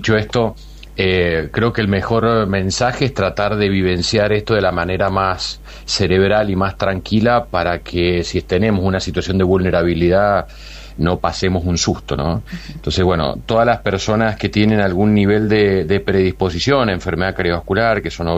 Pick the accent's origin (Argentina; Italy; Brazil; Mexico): Argentina; más siendo argentino